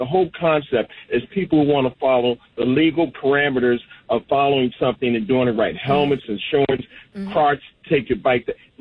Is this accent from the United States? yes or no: yes; Baltimore, Maryland, United States; I'm a black man. Mm-hmm. I was raised in Baltimore, mm-hmm. in the hood